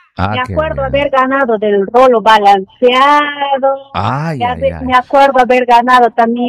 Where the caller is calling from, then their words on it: Peru; De Partido Alto.